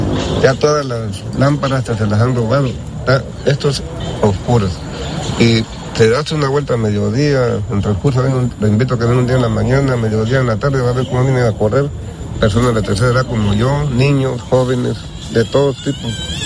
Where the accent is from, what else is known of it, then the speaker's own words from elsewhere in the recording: Veracruz, Mexico; yo soy de aquí de Veracruz